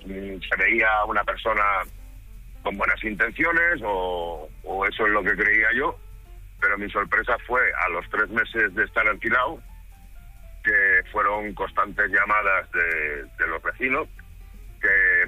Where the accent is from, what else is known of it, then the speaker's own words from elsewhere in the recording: Galicia, Spain; now in Barcelona, Spain; invertí en mi tierra. Yo soy natural de Galicia